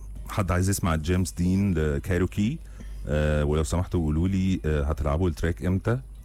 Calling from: Asyut, Asyut Governorate, Egypt; وانا من اسيوط … ، صديقه البرنامج من بدري.

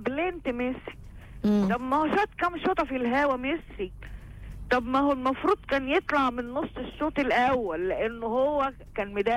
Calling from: Egypt; احنا فعلا مصريين وبنحب بلدنا

